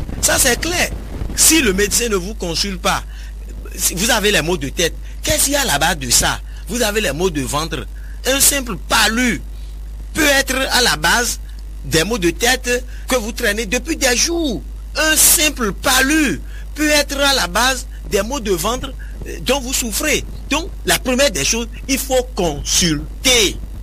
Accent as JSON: {"language": "French", "country": "Benin", "said": "Je suis béninois."}